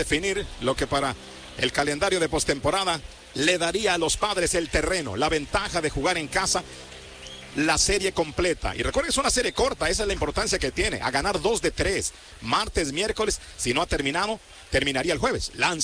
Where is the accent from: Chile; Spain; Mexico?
Mexico; Tijuana, Baja California; los amigos de Tijuana, mi ciudad natal, Rosarito, Tecate, Mexicali, los alrededores y todo México.